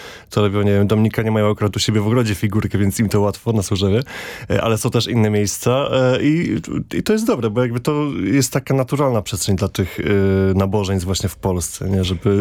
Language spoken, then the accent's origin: Polish; Pomeranian Voivodeship, Poland; no ja jestem z Kaszub, z tego krajobrazu właśnie majowego na Kaszubach